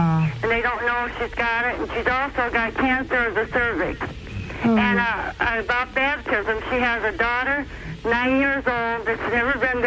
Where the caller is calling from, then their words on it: Sterling Heights, Michigan, United States; Sterling Heights, Michigan.